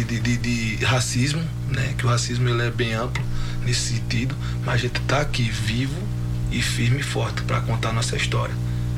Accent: Brazil; eu sou Pindorama, eu sou do Brasil, eu não sou brasileiro, eu sou do Pindorama, sou do país Pindorama.

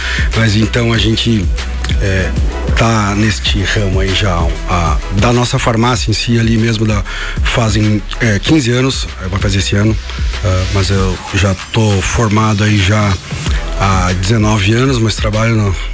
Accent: Lages, Santa Catarina, Brazil; Eu sou natural aqui de Lages mesmo, então a gente é dessa terra aqui.

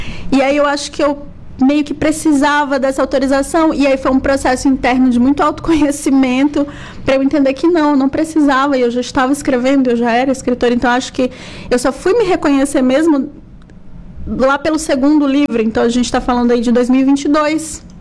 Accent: São Luís, Maranhão, Brazil; eu nasci em São Luís, fui criada em São Luís. São Luís é uma ilha, né, também.

